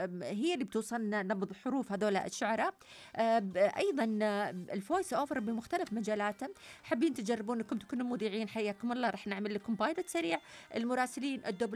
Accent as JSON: {"language": "Arabic", "country": "Egypt", "said": "من مصر، تحياتي لطاقم البرنامج وأتمنى لكم التوفيق والنجاح، وتحيا المملكة العربية السعودية من جمهورية مصر العربية"}